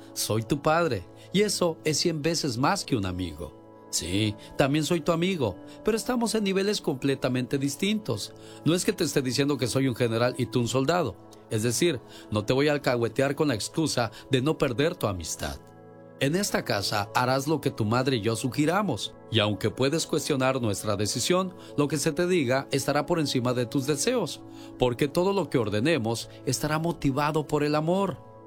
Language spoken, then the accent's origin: Spanish; Tancítaro, Michoacán, Mexico; Un día salí de Tancítaro, Michoacán, pero Tancítaro, Michoacán nunca salió de mí.